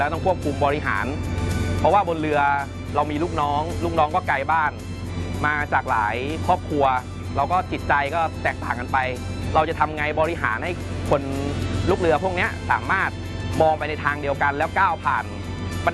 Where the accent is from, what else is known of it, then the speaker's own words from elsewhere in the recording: Phitsanulok, Thailand; moved away as an adult; พื้นเพผมเนี่ยเป็นคนจังหวัดพิษณุโลกจบการศึกษามัธยมจากโรงเรียนพิษณุโลกวิทยาคม